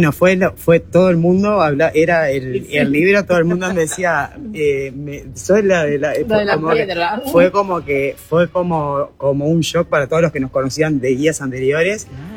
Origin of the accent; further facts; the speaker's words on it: Uruguay; Antes era la única uruguaya de Sudamérica. Éramos dos al principio. Sigo siendo la única uruguaya.